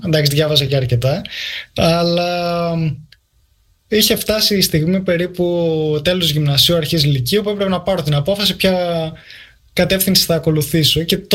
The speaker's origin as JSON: {"language": "Greek", "town": "Larissa", "region": "Thessaly", "country": "Greece", "tie": "born or raised there", "moved": "as an adult", "lives_now": "Philadelphia, United States", "said": "γεννήθηκα και μεγάλωσα στη Λάρισα, προερχόμενος από μια μεσοαστική, θα λέγαμε, οικογένεια"}